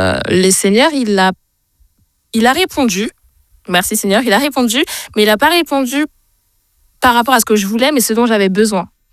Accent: Île-de-France, France; Je viens de la région parisienne.

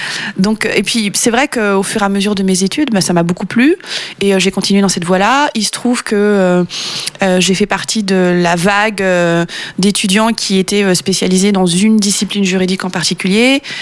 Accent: France; born there; Milieu social, bon, je suis née en France, milieu, je vais dire, lambda.

